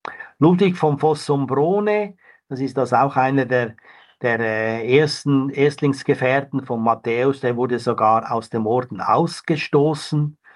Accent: Switzerland; Ich denke zum Beispiel meine Heimat Schweiz, da haben die Kapuziner eine ganz wichtige Rolle gespielt.

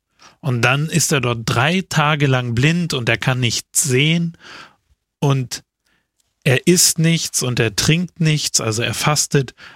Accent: Austria; Zumindest heißt sie bei uns in Österreich so.

